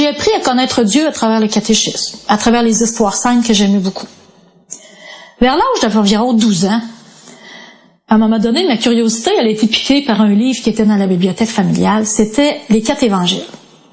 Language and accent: French; Quebec City, Quebec, Canada; born there